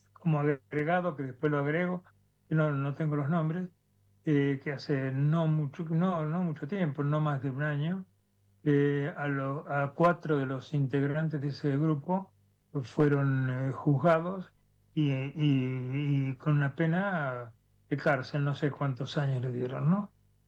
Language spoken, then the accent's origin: Spanish; Argentina; moved away as an adult; now in Spain; Yo en Argentina, por supuesto, militaba desde los 15 años, 16 o 17